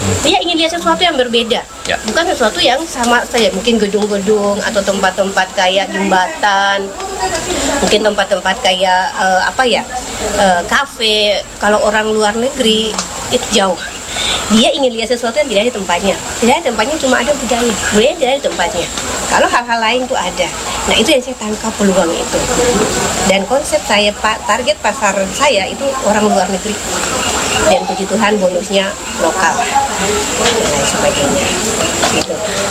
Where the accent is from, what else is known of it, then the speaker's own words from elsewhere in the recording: Papua, Indonesia; Itu yang kita alami di Papua.